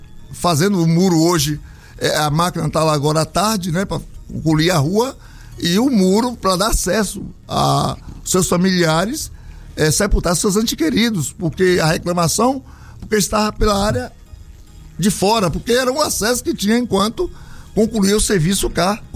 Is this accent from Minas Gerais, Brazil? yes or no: no; Piauí, Brazil; born there; porque realmente eu nasci em Piauí.